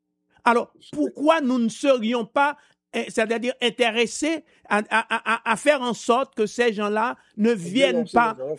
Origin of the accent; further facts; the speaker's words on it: Cavaillon, Sud, Haiti; moi je suis d'origine, je suis haïtien, mais je suis du sud du pays.